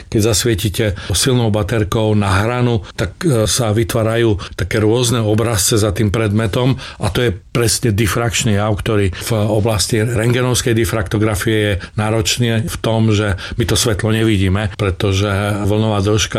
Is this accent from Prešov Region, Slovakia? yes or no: yes; Čemerné, Prešov Region, Slovakia; also born or lived in Bardejov; Ja som sa narodil v Bardejove a potom sme sa presťahovali do Čemerného